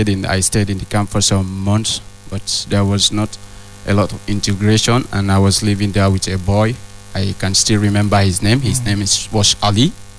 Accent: Sierra Leone; now in France; Je viens de Sierra Leone.

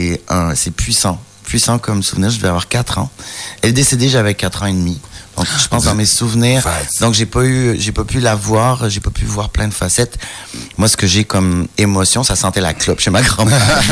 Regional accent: Quebec, Canada; now in France; Je suis né au Québec. Je suis québécois. Et j'habite en France depuis 11 ans.

